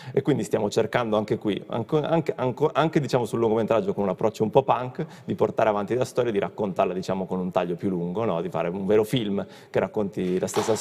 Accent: Verona, Veneto, Italy; now in Milan, Italy; io non sono di Milano, sono di Verona, ok, di origine

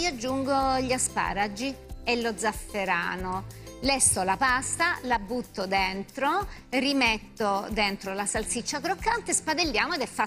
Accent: Apulia, Italy; io sono salentina.

